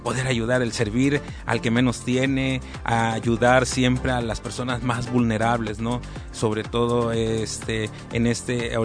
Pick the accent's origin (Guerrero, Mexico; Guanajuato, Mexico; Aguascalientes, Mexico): Guerrero, Mexico; Acapulco; yo soy de aquí de Acapulco